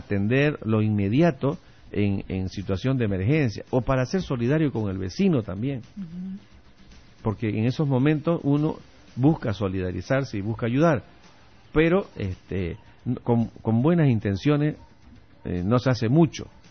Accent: Santa Cruz, Bolivia; somos dejados los cambas.

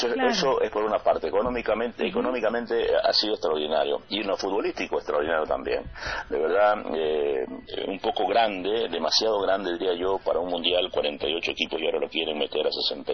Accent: Bolivia; Nosotros como bolivianos siempre estamos a la saga

